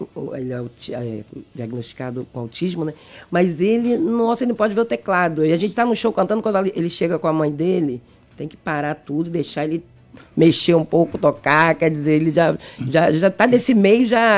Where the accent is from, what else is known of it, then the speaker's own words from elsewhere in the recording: Arraial do Cabo, Rio de Janeiro, Brazil; Sou natural de Arraial do Cabo.